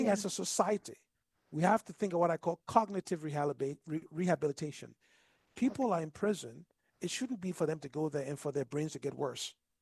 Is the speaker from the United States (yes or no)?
no; Liberia; moved away; I grew up in Liberia and West Africa. We had the Civil War in Liberia.